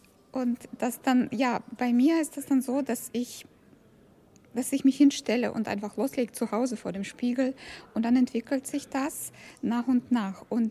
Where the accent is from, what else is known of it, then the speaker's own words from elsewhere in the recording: Karlsruhe, Baden-Württemberg, Germany; ich komme aus Karlsruhe, von KIT.